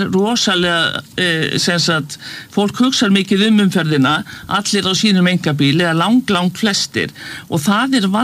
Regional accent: Reykjavík, Capital Region, Iceland; en ég hef aldrei skilið það sem Breiðhyltingur.

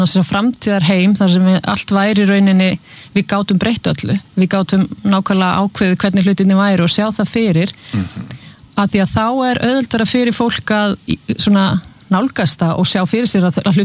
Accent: Húsavík, Northeastern Region, Iceland; Ég er frá Húsavík Fóreldra mín er frá Akureyri og Húsavík

